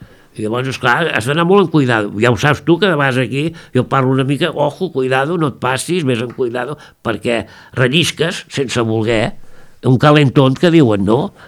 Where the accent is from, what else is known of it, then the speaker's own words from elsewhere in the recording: Catalonia, Spain; Som català